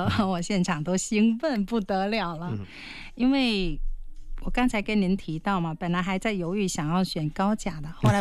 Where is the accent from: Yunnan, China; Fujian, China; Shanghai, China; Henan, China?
Fujian, China; Jinjiang; born or raised there